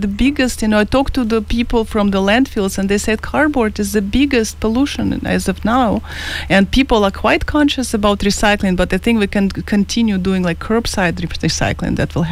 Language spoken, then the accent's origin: English; Ukraine; also born or lived in Vancouver, Canada / Paris, France / Malaga, Spain / Marbella, Spain; now in Kauai, United States; I grew up in Ukraine